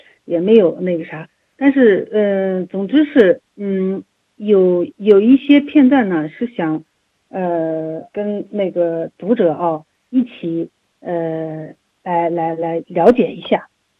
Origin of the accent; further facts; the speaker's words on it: Ürümqi, Xinjiang, China; 我是在咱们新疆北疆长大的，是在乌鲁木齐长大的。